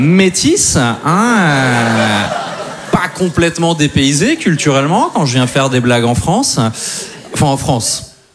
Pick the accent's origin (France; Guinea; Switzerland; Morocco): Switzerland; born there; Moi, je suis né en Suisse un 20 avril.